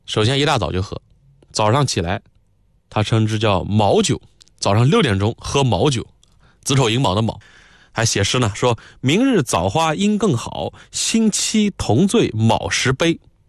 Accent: Yangzhou, Jiangsu, China; moved away as an adult; now in Nanjing, China; 我的家乡扬州啊，盐水鹅跟红烧老鹅都是一绝。后来我工作上大学都是在南京

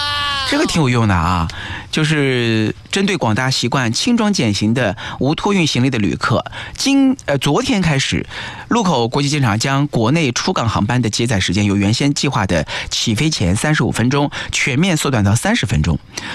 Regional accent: Hefei, Anhui, China; now in Nanjing, China; 我们老家就是合肥南站那个地方

